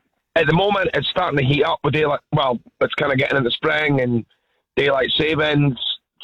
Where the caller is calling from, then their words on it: Wanaka, Otago, New Zealand; I'm calling from Wanaka, mate.